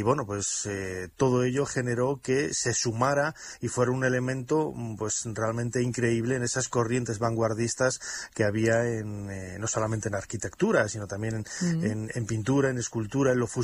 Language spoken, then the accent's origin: Spanish; León, Castile and León, Spain; born there; also born or lived in Valladolid; now in Madrid, Spain; Yo nací en León, estudié en Valladolid y he acabado en Madrid.